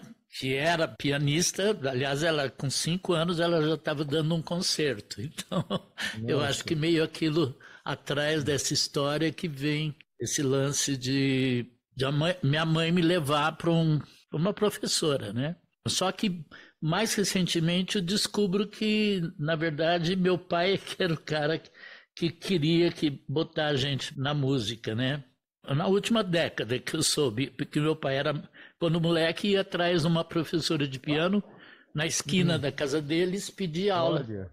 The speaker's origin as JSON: {"language": "Portuguese", "town": "Penápolis", "region": "São Paulo", "country": "Brazil", "tie": "born there", "said": "Penápolis, que é onde eu nasci"}